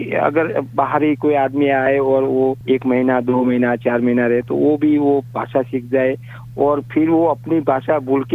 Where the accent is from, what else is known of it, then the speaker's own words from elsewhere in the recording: Der, Gujarat, India; मेरा गाँव का नाम डेर और तहसील जिला पाटन जहाँ रानी की गाँव है